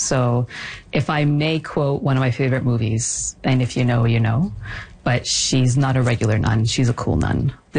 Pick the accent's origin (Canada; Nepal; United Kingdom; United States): Canada; Ottawa, Ontario; And so I was born and raised here, myself and my siblings. We were all born and raised in Ottawa.